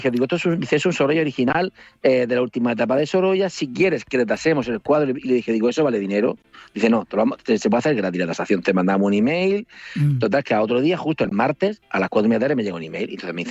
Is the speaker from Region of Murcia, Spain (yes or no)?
yes; Murcia, Region of Murcia, Spain; soy de Murcia y tal.